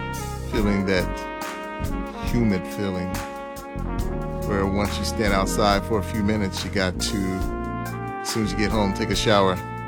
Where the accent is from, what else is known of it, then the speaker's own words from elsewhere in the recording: Texas, United States; I'm from Texas, y'all. That's how I say it.